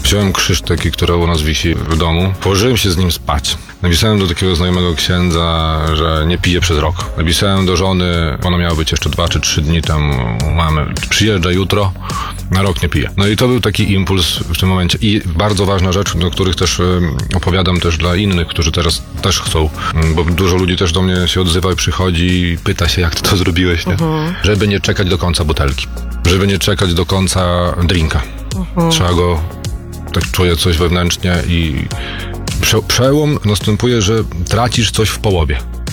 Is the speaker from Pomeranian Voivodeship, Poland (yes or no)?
no; Białystok, Podlaskie Voivodeship, Poland; wojna, a ja z Białegostoku jeszcze jestem.